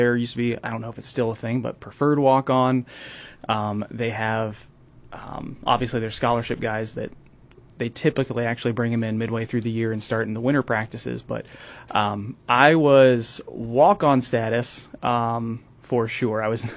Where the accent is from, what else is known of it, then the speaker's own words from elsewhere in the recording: Columbus, Ohio, United States; growing up in Columbus and being a huge Buckeye fan